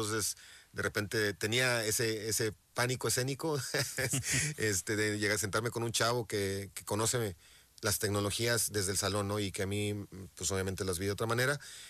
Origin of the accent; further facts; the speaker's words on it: Tamaulipas, Mexico; Yo también soy de Tamaulipas, compadre.